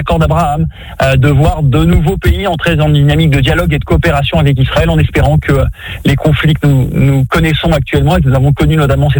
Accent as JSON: {"language": "French", "country": "France", "said": "en tant que Français juif"}